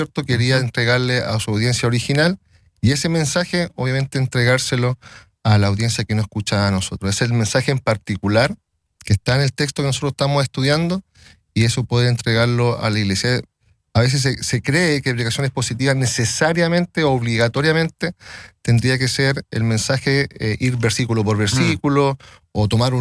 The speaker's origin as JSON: {"language": "Spanish", "town": "Concepción", "region": "Biobío", "country": "Chile", "tie": "born or raised there", "moved": "as an adult", "lives_now": "Santiago, Chile", "said": "oriundo de Concepción, y sirviendo acá ya en Santiago desde el año 2018"}